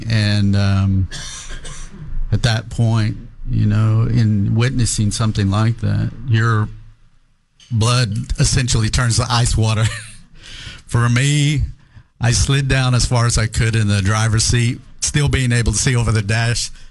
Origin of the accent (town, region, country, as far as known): Tahlequah, Oklahoma, United States; born or raised there